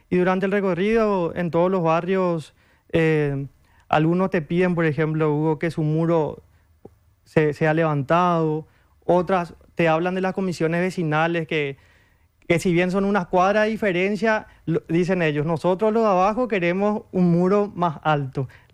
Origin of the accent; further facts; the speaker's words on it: Asunción, Paraguay; Yo soy asunceno, nacido, criado acá